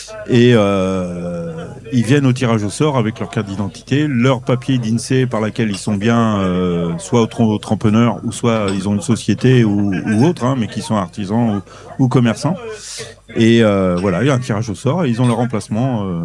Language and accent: French; Brittany, France; je suis breton moi